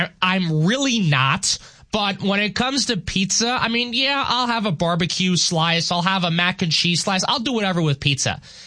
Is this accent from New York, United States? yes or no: yes; New York, United States; moved away as an adult; also born or lived in New Jersey / Minnesota; growing up in New York